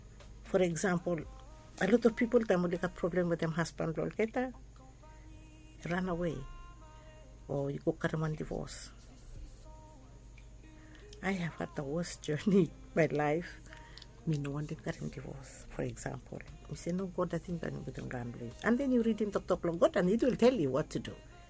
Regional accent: Vanuatu; English is a second language; Encourage new students or young students or new Vanuatu people, because I'm from Vanuatu, but I lecture in law

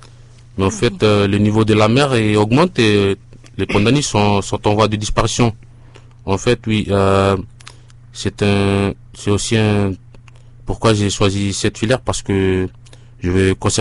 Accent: Santo, Sanma, Vanuatu; je suis originaire de Santo, dans le village de Porlerie.

